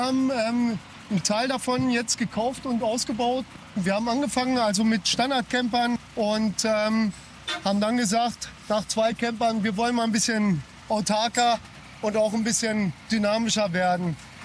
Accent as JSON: {"language": "German", "town": "Kulmbach", "region": "Bavaria", "country": "Germany", "said": "Aus Kulmbach kommen wir."}